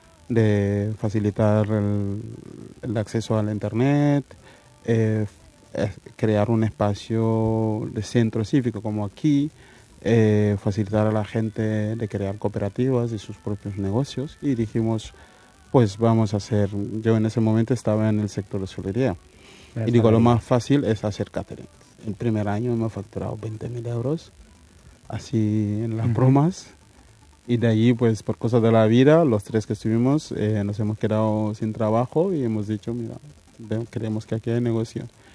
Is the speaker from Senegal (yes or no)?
yes; Casamance, Senegal; Catalan is a second language; Jo soc del Casamàs.